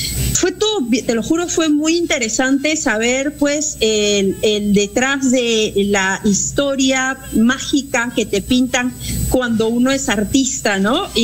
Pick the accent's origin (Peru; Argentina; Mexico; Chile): Peru; now in Lyon, France; nosotros como peruanos sabemos.